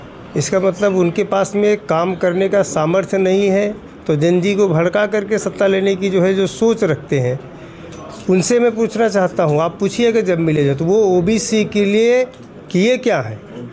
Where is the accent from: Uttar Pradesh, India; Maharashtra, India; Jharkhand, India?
Uttar Pradesh, India; Pratapgarh; मैं प्रतापगढ़ का ही रहने वाला हूँ.